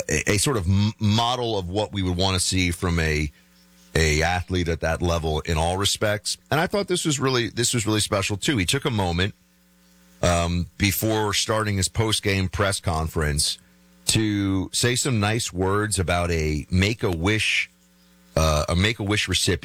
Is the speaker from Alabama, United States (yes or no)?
no; New York, United States; So I look at this guy, not just as a New Yorker, but as somebody who observes public figures in general